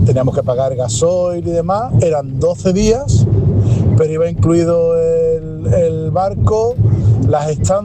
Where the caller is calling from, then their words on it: Málaga, Andalusia, Spain; de Málaga.